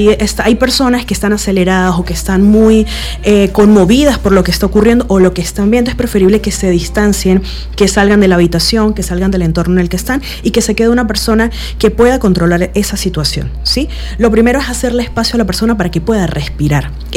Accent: Venezuela; ese luto lo compartimos los venezolanos

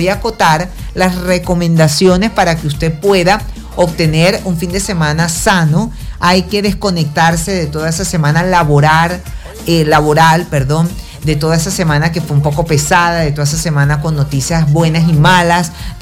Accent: Venezuela; somos venezolanos de bien, somos gente luchadora, gente buena

